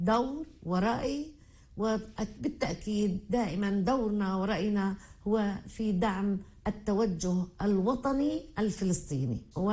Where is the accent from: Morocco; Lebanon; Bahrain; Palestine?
Palestine; رؤيتنا كفلسطينيين لهويتنا الفلسطينية